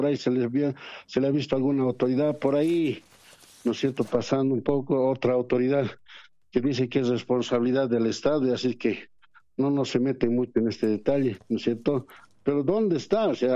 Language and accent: Spanish; Potosí, Bolivia; nuestro tradicional frío solo para los potosinos. Los potosinos entendemos lo que es estas bajas temperaturas.